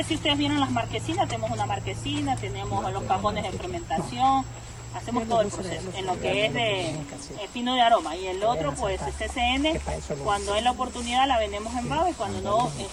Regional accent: Chone, Manabí, Ecuador; Y yo siempre orgullosa a mi Manabí. Yo soy de Chone, Manabí.

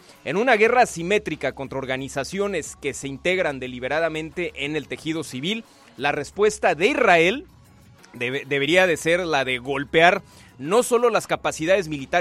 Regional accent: Mexico

